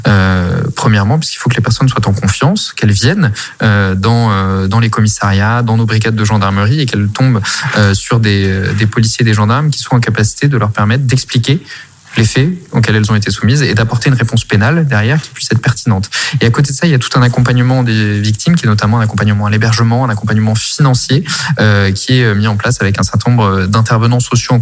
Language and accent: French; Nouvelle-Aquitaine, France; moved away as an adult; also born or lived in Dordogne; now in Hérault, France; Je suis originaire de la Nouvelle-Aquitaine et plus précisément de la région bordelaise et donc j'ai pu y faire mes études notamment de lettres